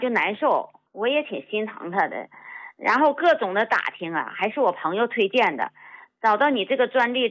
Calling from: Heilongjiang, China; 我是黑龙江的。

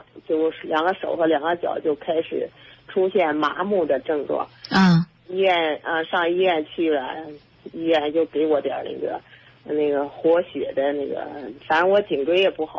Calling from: Shijiazhuang, Hebei, China; 我是石家庄的

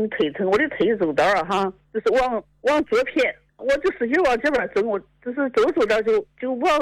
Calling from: Yantai, Shandong, China; 你好大林老师，我是山东烟台的。

